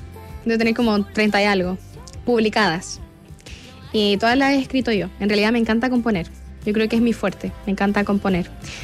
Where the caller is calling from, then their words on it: Salamanca, Coquimbo, Chile; Yo soy de Salamanca.